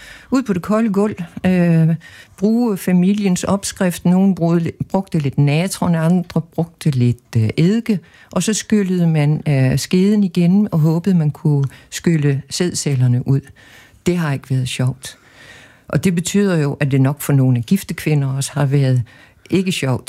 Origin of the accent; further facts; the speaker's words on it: Capital Region of Denmark, Denmark; Jeg er vokset op på Bornholm, hvor der var et parallelt missionsmiljø, men jeg tilhørte et mere fritænkende.